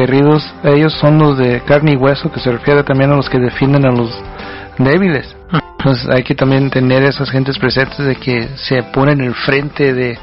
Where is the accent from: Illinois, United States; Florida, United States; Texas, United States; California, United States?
California, United States; San Fernando Valley; now in Sacramento, United States; Yo me he enamorado aquí de Sacramento, y originalmente vengo del Valle de San Fernando.